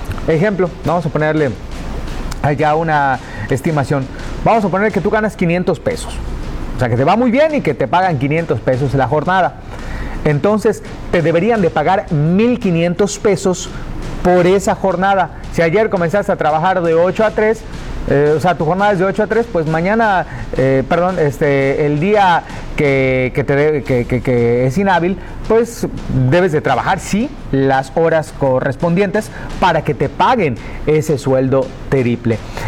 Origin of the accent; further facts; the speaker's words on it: Mexico; como mexicanos nos gusta agarrar la fiesta desde antes